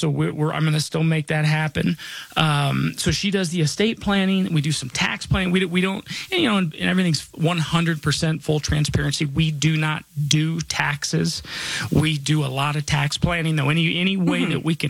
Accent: Denver, Colorado, United States; I was born and raised here in Denver, and I've seen this city, this town, this state just blow up.

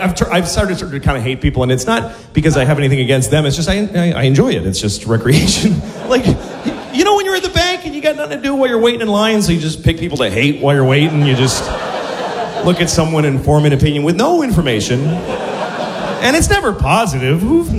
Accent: Boston, Massachusetts, United States; because I grew up in Boston, and in Boston people just beat each other for no reason.

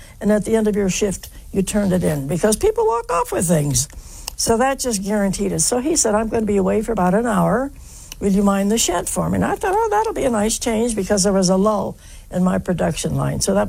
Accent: West Virginia, United States; born there; And I said, well, I was born in West Virginia

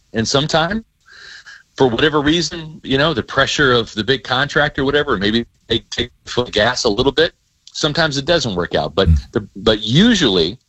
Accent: Kansas City, United States; And I grew up in Kansas City.

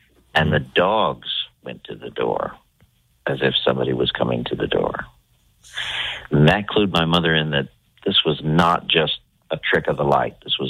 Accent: Ohio, United States

